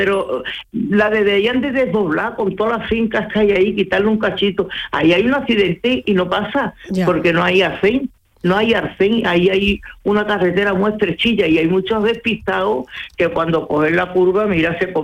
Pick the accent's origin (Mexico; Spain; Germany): Spain; Cumbres Mayores, Andalusia; porque nosotros somos de Cumbres Mayores. Ah. Nosotros traíamos las chacinas de toda la sierra, el pescado de Huerva